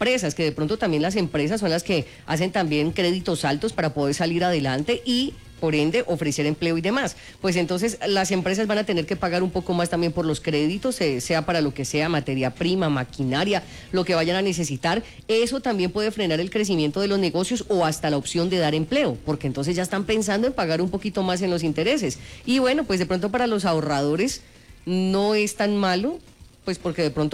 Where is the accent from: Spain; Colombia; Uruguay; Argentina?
Colombia; uno como colombiano